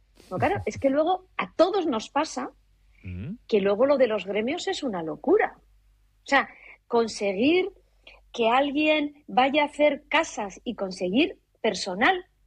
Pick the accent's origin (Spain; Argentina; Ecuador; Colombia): Spain; Vitoria, Basque Country; Que ya sabes que soy de Vitoria, pasar por el pantano y ver varios ojos del puente